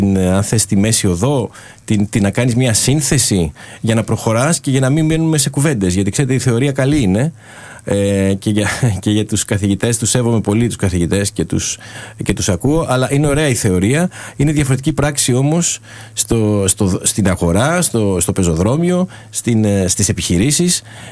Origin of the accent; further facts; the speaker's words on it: Greece